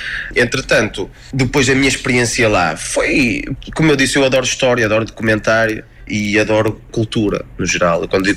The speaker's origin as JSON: {"language": "Portuguese", "country": "Portugal", "moved": "as an adult", "lives_now": "United Arab Emirates", "said": "eu sou muito português e eu adoro Portugal"}